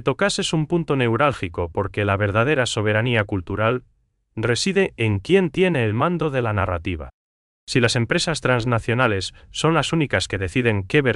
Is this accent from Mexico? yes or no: no; Paraguay; lo que nos define como paraguayos es esa capacidad única de integrar el pasado guaraní en cada paso que damos hacia adelante